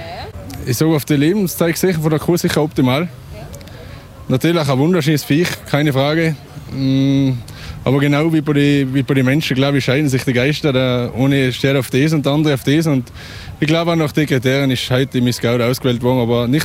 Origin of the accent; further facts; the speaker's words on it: Stummerberg, Tyrol, Austria; Ich bin von Stummerberg.